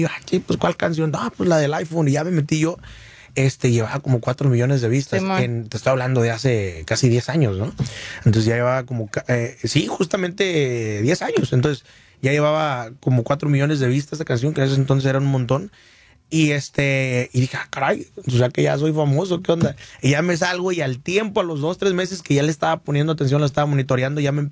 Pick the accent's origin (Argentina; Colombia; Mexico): Mexico; Michoacán; accent: Michoacán; Así como mi acento michoacano.